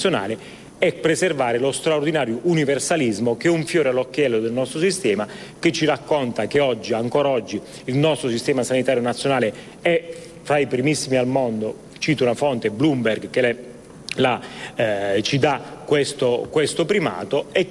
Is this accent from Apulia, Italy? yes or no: yes; Bari, Apulia, Italy; Chi vi parla è orgoglioso del proprio accento e quindi della propria provenienza, sono barese, pugliese